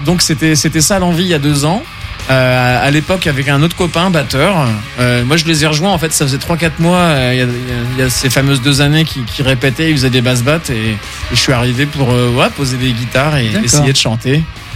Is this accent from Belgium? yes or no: no; Angers, Pays de la Loire, France; On est parti d'Angers.